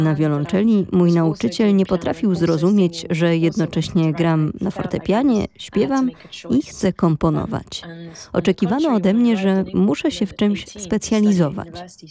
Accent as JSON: {"language": "Polish", "country": "France", "tie": "born or raised there", "also_born_or_lived": "England", "moved": "as an adult", "said": "Mój ojciec jest Anglikiem, mama francuską, a wychowałam się we Francji."}